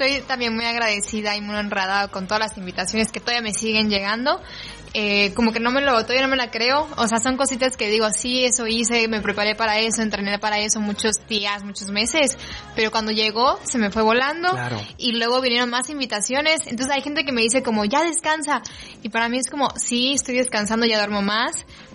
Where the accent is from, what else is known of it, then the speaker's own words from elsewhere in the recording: Campeche, Mexico; moved away as an adult; also born or lived in Mexico City; yo pues toda mi vida estuve en Campeche, me fui a Ciudad de México para estudiar una carrera